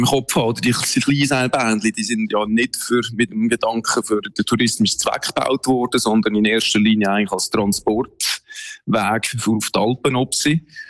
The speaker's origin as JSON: {"language": "German", "region": "Central Switzerland", "country": "Switzerland", "tie": "born or raised there", "said": "Also, ich bin, wie gesagt, in der Region ja aufgewachsen. Gewisse Bahnen habe ich gewusst, also irgendwo in Uri, in Arnisee-Opsi oder in Engelbergertal von der Banalp"}